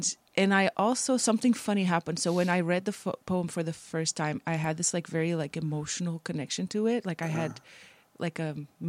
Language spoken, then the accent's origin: English; Portugal; because I'm from Portugal, family and people flying from other places